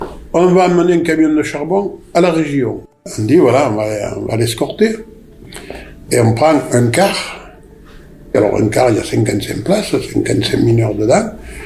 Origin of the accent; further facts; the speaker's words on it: Les Salles-du-Gardon, Occitanie, France; born there; Je suis né aux Salles du Gardon, canton de la Grand-Combe.